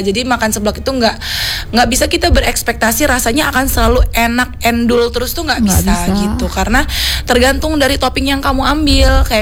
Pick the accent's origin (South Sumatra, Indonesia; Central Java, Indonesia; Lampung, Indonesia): Lampung, Indonesia; Kota Agung; moved away; aku nih kan perantau dari Kota Agung, kabupaten kecil kan.